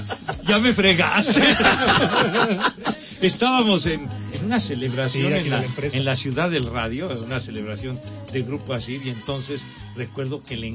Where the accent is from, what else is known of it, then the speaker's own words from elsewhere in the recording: Mexico City, Mexico; Charro, yo soy de Iztapalapa.